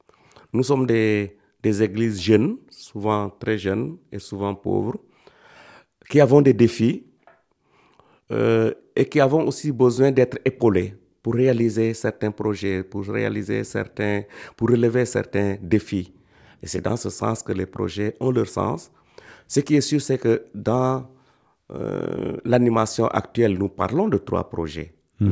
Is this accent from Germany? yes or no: no; Senegal; Chez nous au Sénégal